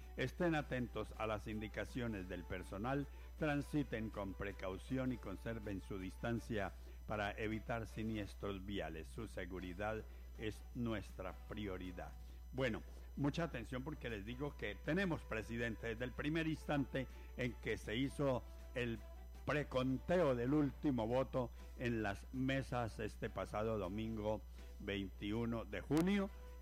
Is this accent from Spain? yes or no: no; Colombia